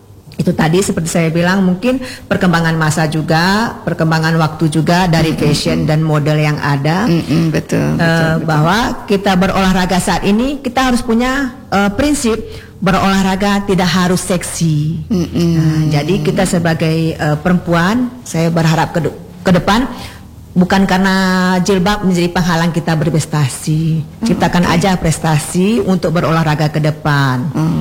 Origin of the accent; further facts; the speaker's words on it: Aceh, Indonesia; Dan kalau bisa nanti kita dari Aceh Tengah, kalau bisa diambil bibit-bibitnya seperti generasinya Mega.